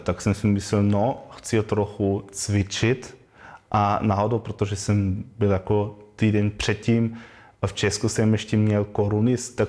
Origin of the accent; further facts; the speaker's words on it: Burgenland, Austria; first language German and Croatian; Czech is a second language; also born or lived in Vienna, Austria; Narodil jsem se ve Vídně, ale moja mamka je Chorvatka z Burgenlandu a moje tatínek je no, Rakoušan z Dolního Rakouska. Takhle vyrostl jsem s oběma jazyky, jako s němčinou a s chorvatštinou a pro mě to od začátku bylo normálně a cítím se i jako Chorvat